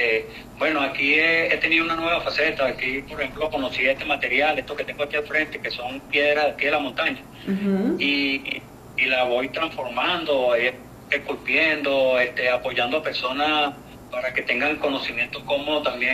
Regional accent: Caracas, Capital District, Venezuela; now in Brazil; vengo de un barrio de Caracas

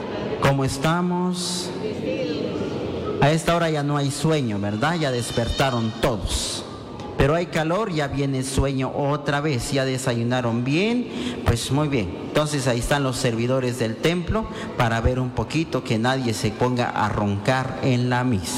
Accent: Patzún, Chimaltenango, Guatemala; Yo soy de Pasún, Chimaltenango.

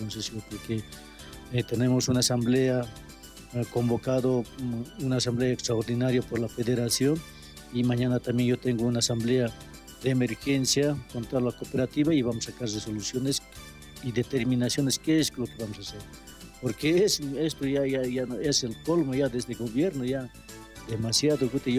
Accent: Bolivia; como cooperativas, como mineros o como bolivianos no vamos a permitir

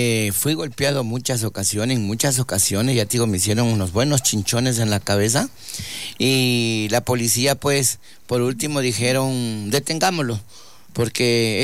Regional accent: Guayaquil, Guayas, Ecuador; also born or lived in Esmeraldas; yo soy de Guayaquil, claro que nacido en Esmeralda de corazón, porque ahí está mi color, ¿no? Orgullosamente esmeraldeño, pero yo me crié en Guayaquil.

